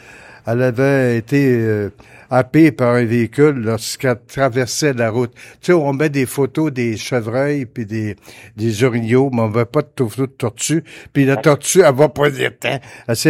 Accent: Belgium; Ben moi, je suis belge. Je suis pas wallon, par exemple. Je suis un belge.

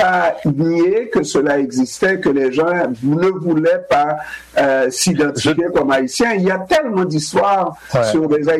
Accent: Raboteau, Artibonite, Haiti; moi, tout jeune, là, j'avais jamais été gêné par ça en disant non, je ne suis pas de Gonaïve, moi je suis de Raboto.

